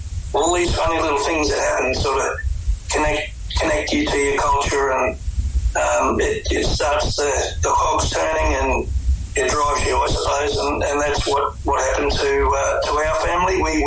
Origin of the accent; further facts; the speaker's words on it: Queensland, Australia; I'm Bidjara